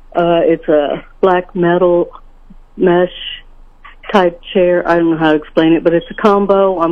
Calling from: Sedalia, Missouri, United States; Hi, I'm calling from Sedalia, Missouri

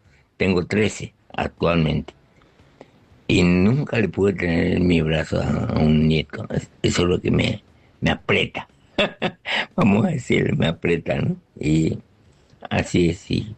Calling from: Clorinda, Formosa, Argentina; de Clorinda, Formosa.

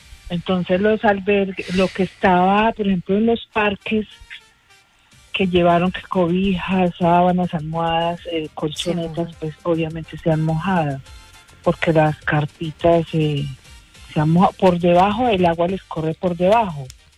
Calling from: Pereira, Risaralda, Colombia; te llamo desde Pereira.

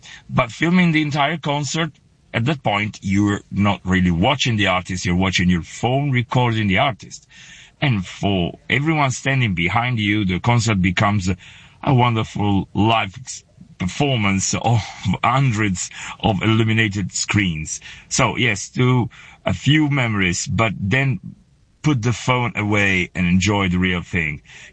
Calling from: Bari, Apulia, Italy; I'm speaking from Bari in Puglia in the south of Italy.

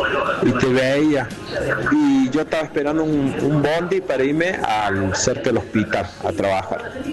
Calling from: Villa Carlos Paz, Córdoba, Argentina; Yo vivo en Carlos Paz, Quinta.

